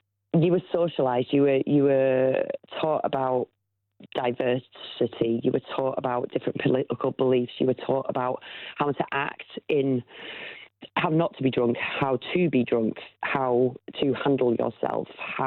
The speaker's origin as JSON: {"language": "English", "region": "North West England", "country": "United Kingdom", "tie": "born or raised there", "said": "Which brings us on to growing up in Cumbria in the pubs. So yeah. Our tiny, tiny village pub is about the size of, you know"}